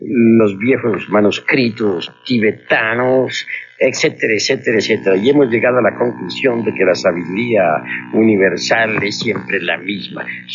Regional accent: Mexico; Desde México estamos dirigiendo esta corriente. Todos nosotros somos mexicanos.

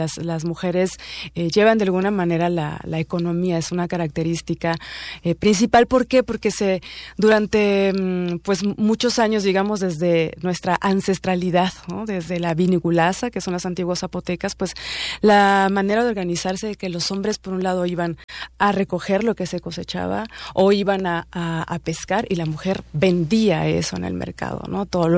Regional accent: Salina Cruz, Oaxaca, Mexico; moved away; Soy la menor de la familia, soy originaria de Salina Cruz, Oaxaca

